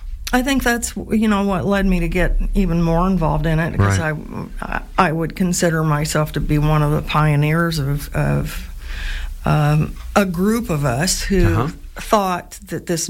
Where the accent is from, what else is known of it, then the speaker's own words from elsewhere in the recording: Washington, United States; also born or lived in Phoenix, Arizona; I actually grew up in Washington, north of here, for quite a while, and then I lived in Phoenix, Arizona, for a long period of time as well.